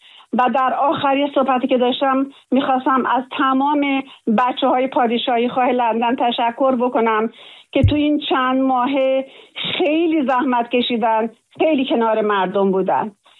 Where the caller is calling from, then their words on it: Iran; من عاشق کشورم ایران هستم، عاشق وطنم ایران هستم